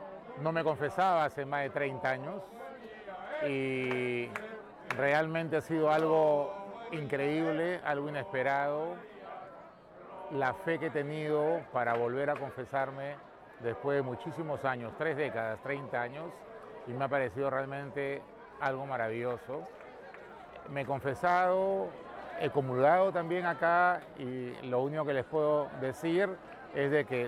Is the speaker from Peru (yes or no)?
yes; Peru; soy de Perú, vengo del Perú